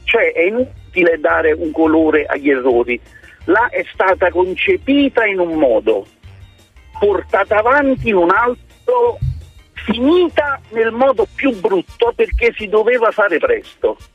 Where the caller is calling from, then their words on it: Afragola, Campania, Italy; Io sono di Afragola, abito in linea d'aria a 700 metri dalla stazione